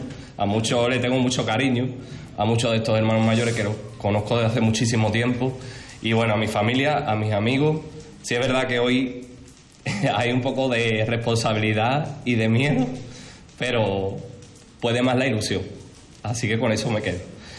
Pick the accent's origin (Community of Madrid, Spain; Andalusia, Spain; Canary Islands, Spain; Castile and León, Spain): Andalusia, Spain; Ayamonte; para que sea el próximo pregonero de la Semana Santa de mi tierra, de mi ciudad, de mi pueblo.